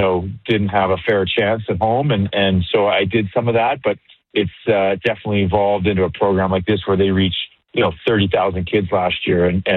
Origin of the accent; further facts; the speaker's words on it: Medicine Hat, Alberta, Canada; as a kid growing up in Medicine Hat, I had my fair share of mentors and what a difference that made for me and all the way throughout my career.